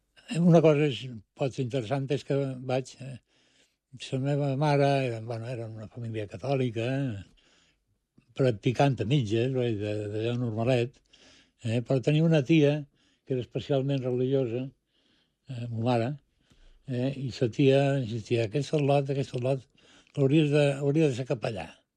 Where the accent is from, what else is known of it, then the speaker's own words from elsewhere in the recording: Balearic Islands, Spain; also born or lived in Madrid; vaig arribar a Menorca que tenia 10 anys. Ja en tenc 73, ja me diràs tu, si no som menorquins, no sé què som.